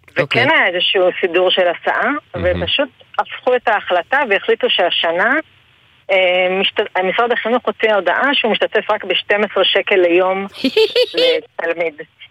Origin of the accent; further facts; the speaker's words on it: Tel Katzir, Northern District, Israel; קיבוץ תל קציר.